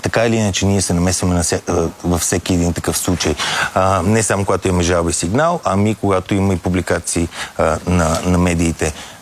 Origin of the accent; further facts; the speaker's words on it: Sofia, Sofia City, Bulgaria; Аз съм софиянец и естествено предпочитах да е тук в София